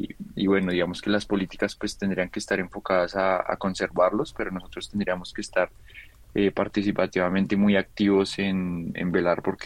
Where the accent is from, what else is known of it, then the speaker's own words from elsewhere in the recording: Colombia; la pérdida de estos como colombianos pues nos afecta